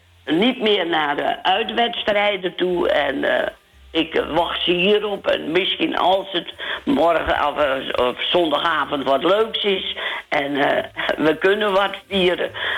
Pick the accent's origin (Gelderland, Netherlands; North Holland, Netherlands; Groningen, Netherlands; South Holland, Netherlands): North Holland, Netherlands; Muiden; Nou, niet van Volendam, maar wel van de Muiden.